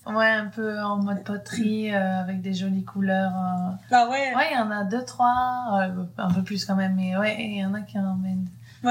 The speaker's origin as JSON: {"language": "French", "country": "France", "moved": "as an adult", "lives_now": "Whitehorse, Canada", "said": "suis arrivée au Yukon juste avant le terrible hiver, donc on a survécu. Sinon, je viens de France"}